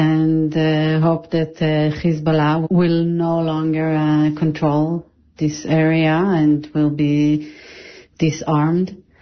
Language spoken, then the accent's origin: English; Tel Aviv, Tel Aviv District, Israel; I'm from Tel Aviv, Israel.